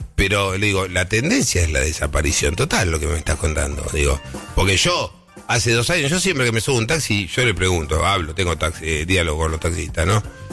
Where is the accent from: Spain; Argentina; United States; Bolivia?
Argentina; Soy argentino, pienso mal.